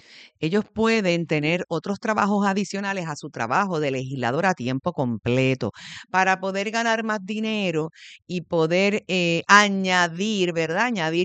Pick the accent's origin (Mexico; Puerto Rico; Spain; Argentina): Puerto Rico; nosotros como puertorriqueños